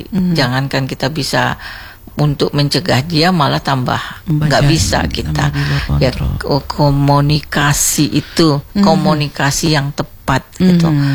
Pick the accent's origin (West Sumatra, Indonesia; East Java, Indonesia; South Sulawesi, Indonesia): West Sumatra, Indonesia; aku kan orang Minang.